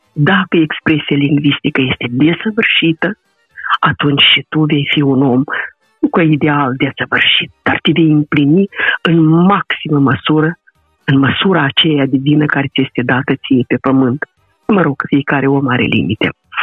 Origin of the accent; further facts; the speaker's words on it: Moldova; first language Romanian; pe această palmă de pământ unde suntem băștinași.